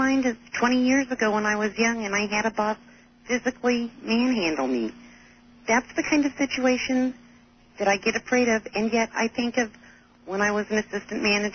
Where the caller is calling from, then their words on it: California, United States; I'm midway between Arcata and San Francisco.